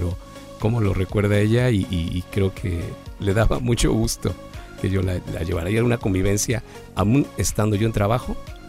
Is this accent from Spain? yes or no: no; Xalapa, Veracruz, Mexico; he trabajado fuera de Jalapa. Soy oriundo de Jalapa.